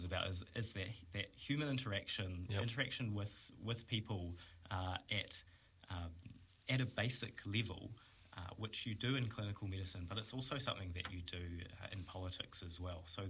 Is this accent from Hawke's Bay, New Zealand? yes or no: yes; Napier, Hawke's Bay, New Zealand; born there; also born or lived in Wairoa; when I was about 7-8 years old, my family moved to Napier.